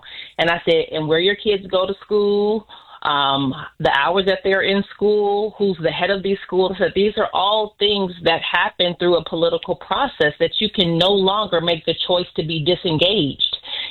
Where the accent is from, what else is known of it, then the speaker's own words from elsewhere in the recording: Chicago, Illinois, United States; now in Florida, United States; I'm from Chicago. I just live here. I'm a Chicago girl. I just live here. Okay. Not from here.